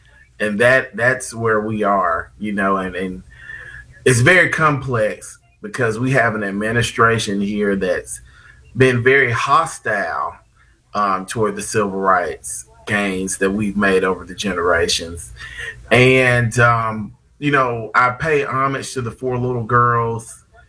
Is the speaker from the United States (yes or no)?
yes; Selma, Alabama, United States; I grew up in Selma